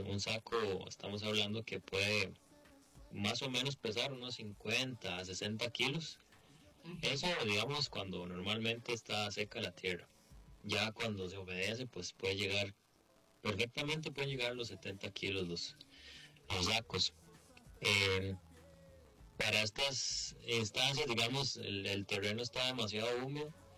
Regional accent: Pacayas, Cartago, Costa Rica

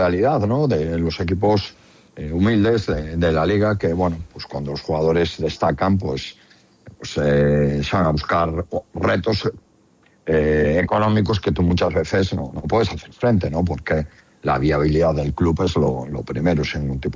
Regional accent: Galicia, Spain; En la tierra, pues es un orgullo como entrenador gallego que soy.

